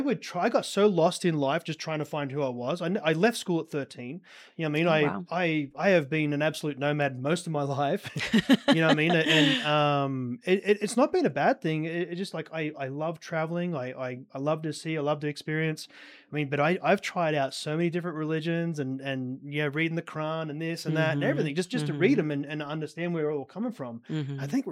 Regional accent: Australia; now in Utah, United States; I grew up in Australia.

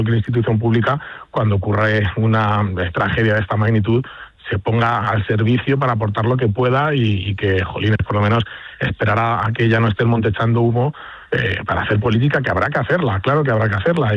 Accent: Spain; como ciudadano y como español

